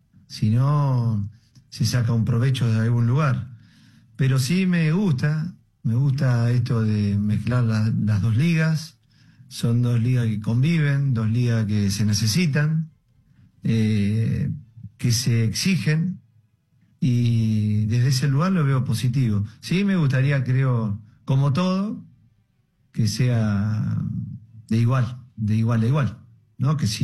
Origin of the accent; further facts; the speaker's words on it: Argentina; moved away; soy argentino